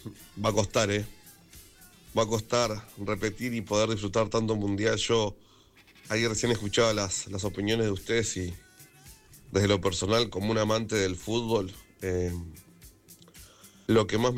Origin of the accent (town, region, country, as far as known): Argentina